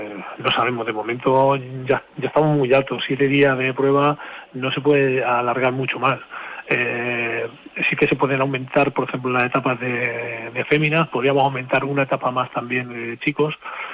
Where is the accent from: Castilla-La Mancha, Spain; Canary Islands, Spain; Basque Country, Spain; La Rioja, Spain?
Castilla-La Mancha, Spain; Tomelloso; hablar de mi pueblo, Tomelloso